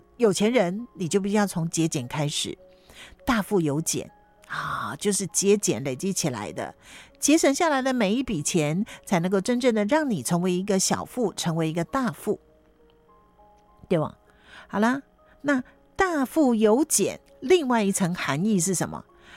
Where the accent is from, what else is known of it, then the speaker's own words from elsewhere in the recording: Taiwan; 台湾话说得很好听，我们说台语说怕算